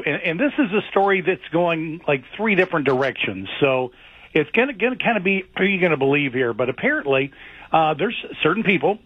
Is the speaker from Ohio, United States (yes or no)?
yes; Ohio, United States; I'm from Ohio.